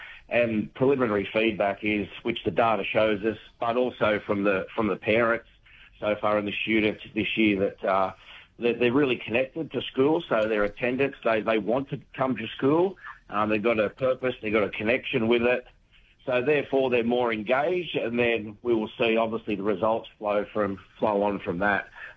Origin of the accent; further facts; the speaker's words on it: Maitland, New South Wales, Australia; Yeah, well, I'm from Maitland originally, so I'm quite close there. My parents still live on Hunter Street